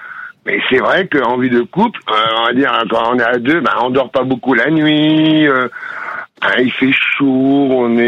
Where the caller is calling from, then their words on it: Hauts-de-France, France; De Chivreval, en Picardie, à côté de Soissons.